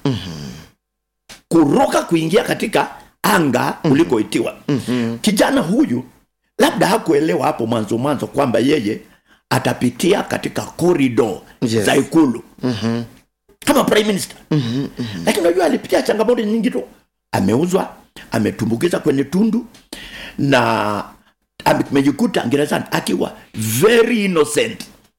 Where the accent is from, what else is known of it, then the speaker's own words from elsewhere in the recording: Kenya; Kamwambia mimi ni Kenya.